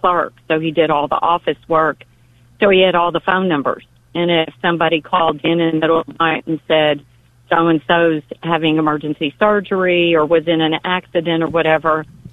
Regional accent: Seeley, Texas, United States; I'm actually from Seeley, Texas, which is about 20 miles east of Columbus.

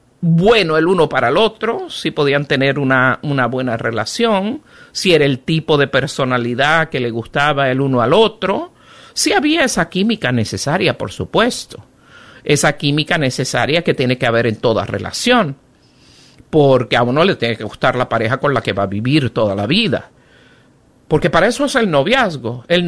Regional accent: Puerto Rico; yo soy nativa de Puerto Rico.

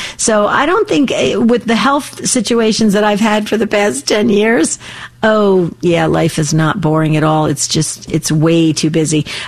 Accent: New Jersey, United States; born or raised there; now in Arizona, United States

